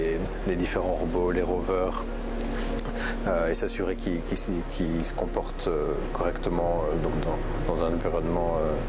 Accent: Brussels, Brussels-Capital Region, Belgium; moved away as an adult; now in Noordwijk, Netherlands; j'ai 29 ans. Je viens de Bruxelles, du coin de Etterbeek et XL

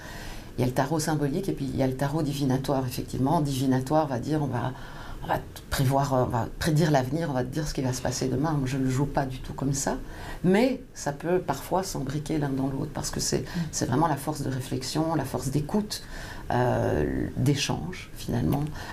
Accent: Profondeville, Wallonia, Belgium; moved away as an adult; now in Brussels, Belgium; j'ai grandi à Profondeville, qui est un village entre Namur et Dinan, dans la vallée de la Meuse. Donc c'est un village que j'aime beaucoup, que j'ai quitté à 18 ans pour venir étudier à Bruxelles. Et je suis restée à Bruxelles

